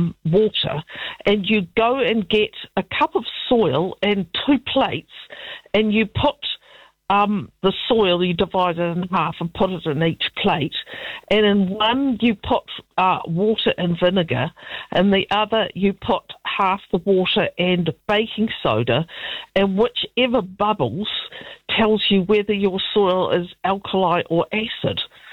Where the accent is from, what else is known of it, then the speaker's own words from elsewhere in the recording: Dunedin, Otago, New Zealand; moved away; I'm originally from Dunedin